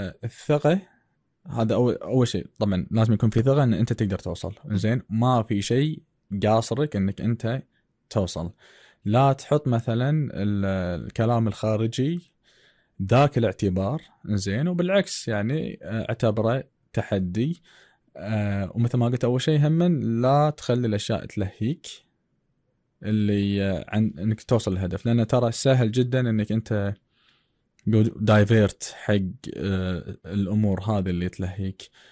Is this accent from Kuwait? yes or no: yes; Kuwait; والكويت كنا ملتينج بوت